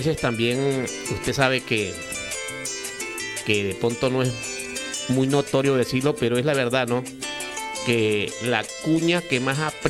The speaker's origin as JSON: {"language": "Spanish", "region": "Arauca", "country": "Colombia", "also_born_or_lived": "Meta", "moved": "yes", "said": "Yo me abrí de Arauca y representé mucho a Arauca."}